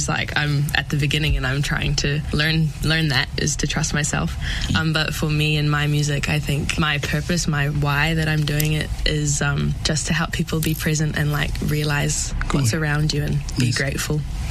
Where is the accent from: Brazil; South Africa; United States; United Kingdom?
Brazil; moved away; I'm from Brazil.